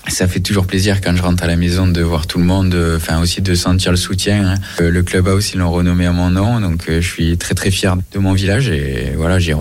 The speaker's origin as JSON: {"language": "French", "town": "Velleron", "region": "Provence-Alpes-Côte d'Azur", "country": "France", "tie": "born or raised there", "moved": "yes", "said": "Je viens de Velleron, donc c'est un mini village dans le sud, dans le Vaucluse."}